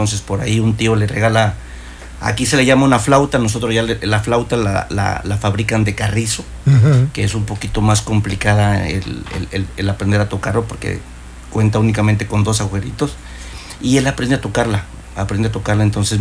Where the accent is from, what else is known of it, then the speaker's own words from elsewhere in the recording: Chiapas, Mexico; born there; now in Cancún, Mexico; Pues yo soy nacido allá, en el estado de Chiapas, en un poblado que se llama Villacala, muy cerca de la capital. Pues llegué aquí en el 90, mis papás son nacidos allá.